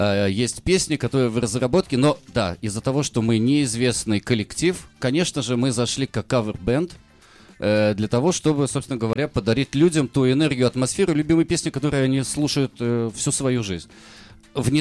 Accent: Saint Petersburg, Russia; Нет, я из Санкт-Петербурга.

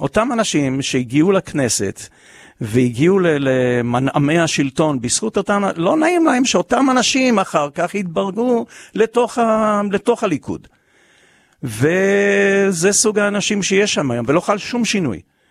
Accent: Ashkelon, Southern District, Israel; born there; also born or lived in Southern United States; 55 שנה לעלייה שלנו לארץ, מהר מאוד, אני גדלתי באשקלון

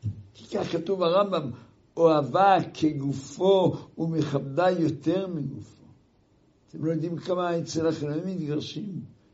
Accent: Haifa, Haifa District, Israel; אני גדלתי בחיפה, לפני 70 שנה.

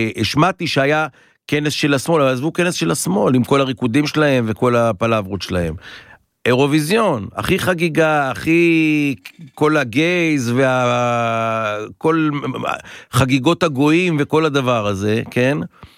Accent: Tel Aviv, Tel Aviv District, Israel; אנחנו תל אביבים, מי שישמע, כן?

